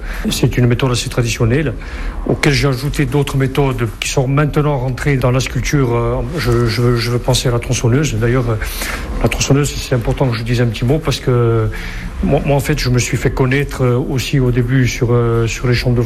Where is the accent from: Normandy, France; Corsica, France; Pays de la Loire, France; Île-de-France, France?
Corsica, France; Lévie; moved away as an adult; À la base, je suis originaire de Lévis. Ce qui est devenu mon atelier était au départ une maison de famille où ont vécu mes grands-parents. Comme beaucoup de Corses, à 18 ans, je suis parti faire mes études sur le continent